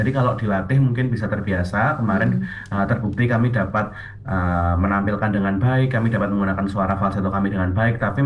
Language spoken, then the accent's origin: Indonesian; Klaten, Central Java, Indonesia; moved away as an adult; now in Surakarta, Indonesia; saya tinggalnya atau sebenarnya saya asli Klaten, tapi saya baru kuliah di Solo.